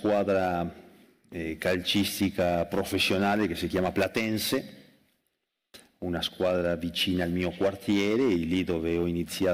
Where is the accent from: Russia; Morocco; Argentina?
Argentina; Buenos Aires; Italian is a second language; sono cresciuto a Buenos Aires, come lo hai detto tu, a Florida